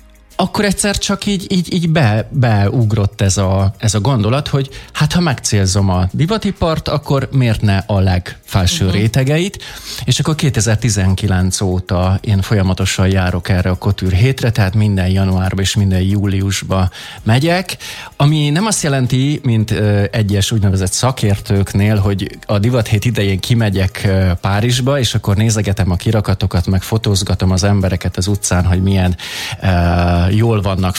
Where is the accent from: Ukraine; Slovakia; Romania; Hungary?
Hungary; egyetlen magyarként veszek részt